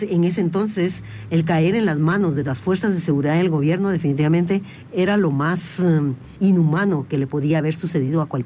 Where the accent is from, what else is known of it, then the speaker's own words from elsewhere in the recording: Guatemala; desde el momento en que somos ciudadanos guatemaltecos